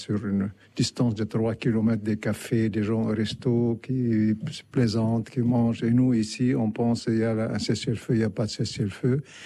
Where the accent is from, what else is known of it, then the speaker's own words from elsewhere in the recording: Khiam, Nabatieh Governorate, Lebanon; Ma ville, moi je suis de Khiam, notre maison familiale...